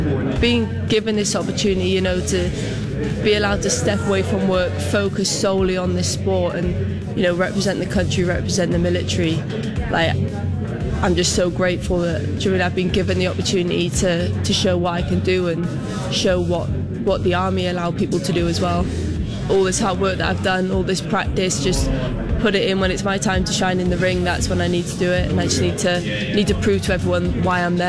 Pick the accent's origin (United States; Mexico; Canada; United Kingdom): United Kingdom; Northern Ireland; born there; So I grew up a bit all over the place. I was born out in Northern Ireland because my dad was serving.